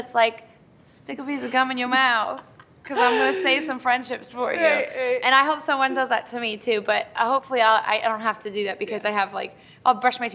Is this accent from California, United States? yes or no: yes; Santa Barbara, California, United States; So I shot that music video in Santa Barbara, my hometown.